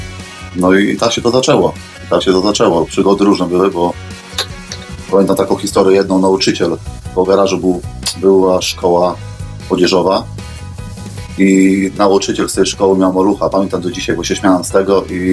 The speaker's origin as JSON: {"language": "Polish", "town": "Przemyśl", "region": "Subcarpathian Voivodeship", "country": "Poland", "said": "bo mówi, że na przykład jest taka góra u nas w Przemyślu, że ja pochodzę z Przemyśla"}